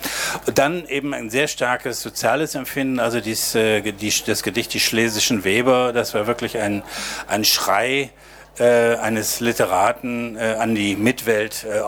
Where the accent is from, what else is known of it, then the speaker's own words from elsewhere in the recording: Düsseldorf, North Rhine-Westphalia, Germany; ich bin Düsseldorfer, Heinrich Heine auch.